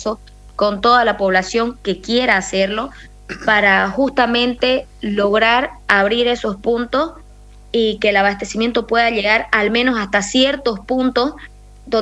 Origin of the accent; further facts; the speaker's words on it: Warnes, Santa Cruz, Bolivia; La realidad es que nosotros aquí en Santa Cruz, yo soy de Guarnes, una ciudad que es al norte de Santa Cruz, somos productores.